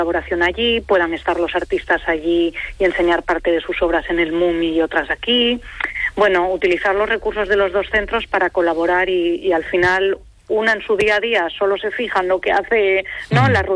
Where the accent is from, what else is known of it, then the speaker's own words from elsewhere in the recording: Asturias, Spain; todo lo que nos ha conformado como asturianos y asturianas, ¿no? Toda esta tradición industrial propia de nuestro territorio.